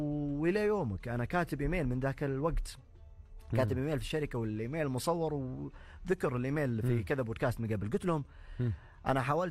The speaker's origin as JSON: {"language": "Arabic", "country": "Saudi Arabia", "said": "هذه وطننا، هذه ديرتنا"}